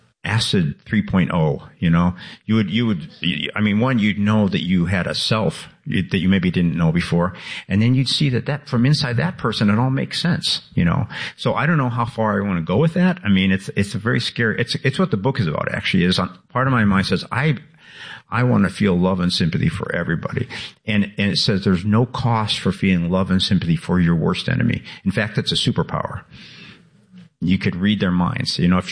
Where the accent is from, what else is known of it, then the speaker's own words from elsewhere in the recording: Chicago, Illinois, United States; I grew up in Chicago on the South Side, and there was a very, you know, a very male-centered time.